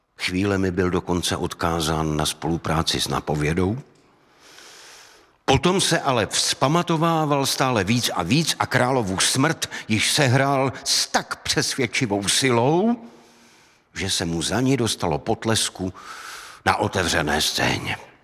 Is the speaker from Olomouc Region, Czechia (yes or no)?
yes; Olomouc, Olomouc Region, Czechia; born there; máte ještě ten barák v Olomoucu? Já jsem říkal, no mám, samozřejmě, to je můj rodný dům